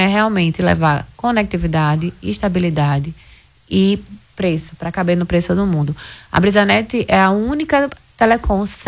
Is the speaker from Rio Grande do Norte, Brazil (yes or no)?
yes; Natal, Rio Grande do Norte, Brazil; Eu sou de Natal, né?